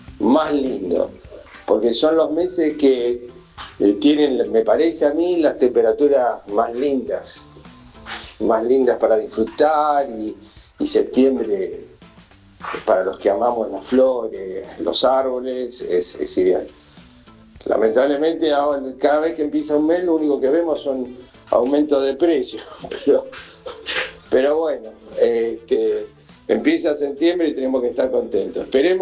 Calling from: Ciudad Evita, Buenos Aires Province, Argentina; de Ciudad Evita, capital de la justicia social.

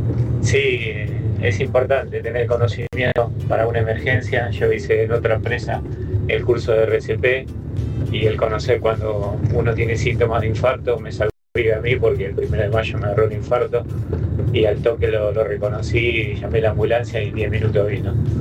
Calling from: Bernal, Buenos Aires Province, Argentina; Hola Latina, ¿cómo están? … de Bernal.

